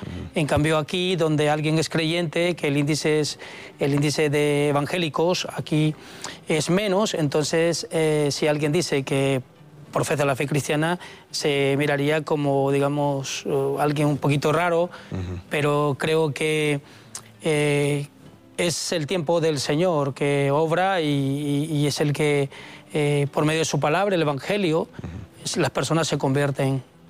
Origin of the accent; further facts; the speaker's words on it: Honduras; moved away as an adult; now in Basque Country, Spain; yo vengo de Honduras